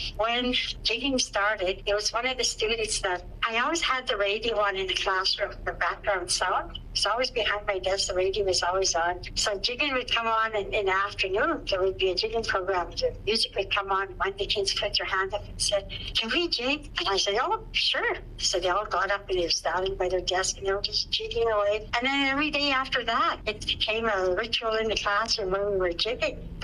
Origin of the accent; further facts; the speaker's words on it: Inuvik, Northwest Territories, Canada; moved away as an adult; also born or lived in Iqaluit; now in Fort Smith, Canada; And although I say that I'm from Iqaluit, I was raised in Inuvik. I went to school in Inuvik and in Aurora College and here in Fort Smith, where I'm recently retired now.